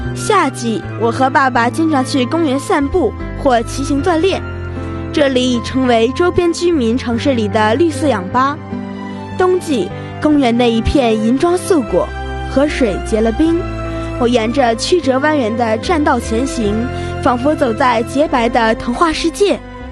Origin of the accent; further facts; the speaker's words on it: Changchun, Jilin, China; 我今天想带大家去了解一下我们长春市的母亲河伊通河。